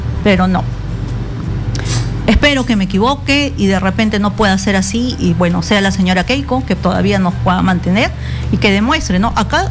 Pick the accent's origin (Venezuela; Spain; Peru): Peru